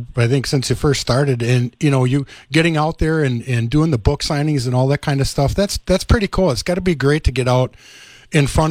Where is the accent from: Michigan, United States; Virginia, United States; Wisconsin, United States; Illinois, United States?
Wisconsin, United States; Milwaukee; So I wrote a short book about, you know, my life growing up in Milwaukee along the Milwaukee River